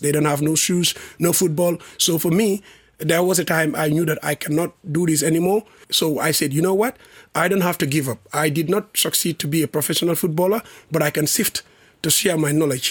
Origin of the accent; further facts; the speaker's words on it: Gambia; Swedish is a second language; När jag var barn i Gambia, alla älskade fotboll. Jag hade ingen TV hemma.